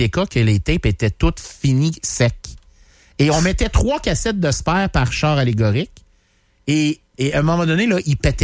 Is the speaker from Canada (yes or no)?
yes; Canada; Non, moi, je suis un Canadien français. C'est comme ça que je me dis.